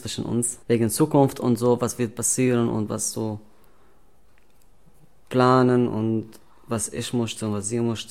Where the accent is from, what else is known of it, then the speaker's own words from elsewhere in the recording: Syria; now in Germany; dann gehen wir nach Syrien und meine Heimat sehen